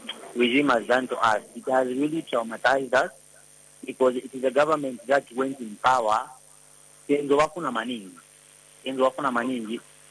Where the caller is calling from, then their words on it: Lusaka, Lusaka Province, Zambia; And I'm calling from Kabanana.